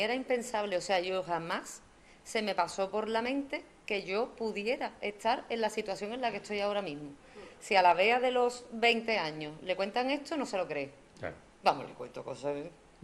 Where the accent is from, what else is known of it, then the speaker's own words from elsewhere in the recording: Cádiz, Andalusia, Spain; yo soy gaditana por los cuatro costados.